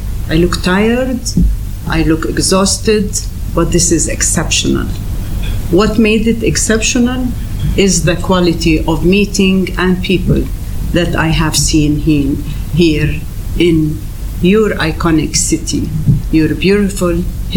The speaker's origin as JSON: {"language": "English", "town": "Jaffa", "region": "Tel Aviv District", "country": "Israel", "said": "I originally come from Jaffa. I am a refugee from Jaffa."}